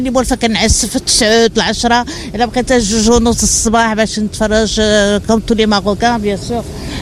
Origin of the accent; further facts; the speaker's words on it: Morocco; انا مغربيه ومفتخره بالمغرب